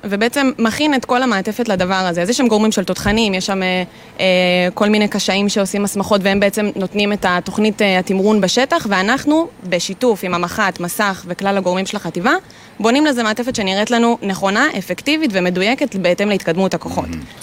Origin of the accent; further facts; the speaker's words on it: Northern Israel, Israel; now in Central Israel, Israel; אז אני במקום מהצפון, אני גרה במרכז